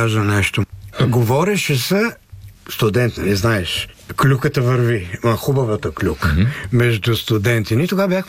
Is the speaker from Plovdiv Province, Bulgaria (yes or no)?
yes; Plovdiv, Plovdiv Province, Bulgaria; Аз също бях левскар, но аз съм от Пловдив.